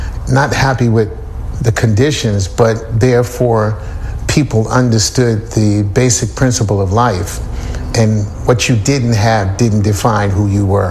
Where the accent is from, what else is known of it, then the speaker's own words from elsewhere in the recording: Philadelphia, Pennsylvania, United States; moved away as an adult; I grew up in North Philadelphia, primarily at 10th and Susquehanna, to be specific.